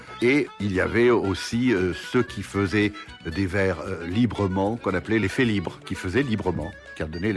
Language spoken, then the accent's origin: French; Perpignan, Occitanie, France; born there; also born or lived in Narbonne; Je parle le mieux le catalan, parce que finalement, j'ai quitté Narbonne pour le Roussillon, mais à ce moment-là, à Narbonne, nous ne parlions pas gabatch, comme on dit, à la maison, et je sortais très peu. Mais quand je suis arrivé à Perpignan